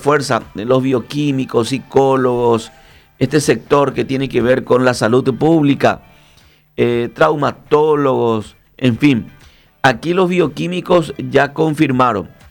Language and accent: Spanish; Villa Elisa, Central, Paraguay; en la zona de donde yo vengo, que es de Villa Elisa, se nota bastante cuando hay neblina.